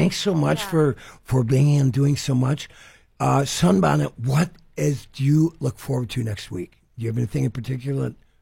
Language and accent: English; Virginia, Minnesota, United States; when I was 14 years old, hitchhiking over from my hometown of Virginia, which is 22 miles east